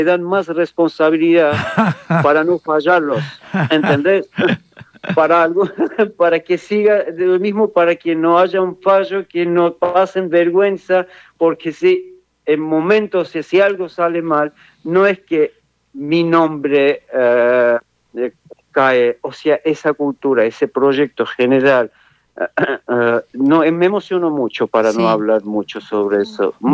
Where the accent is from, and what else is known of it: Armenia; now in Córdoba, Argentina